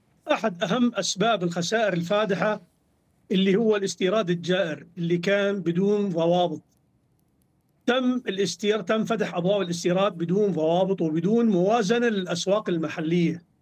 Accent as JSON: {"language": "Arabic", "country": "Syria", "said": "عندنا في سوريا"}